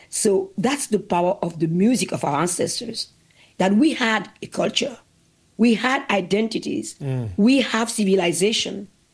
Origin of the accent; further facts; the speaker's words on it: Benin; because I'm still that curious little girl growing up in Benin, asking relentlessly questions.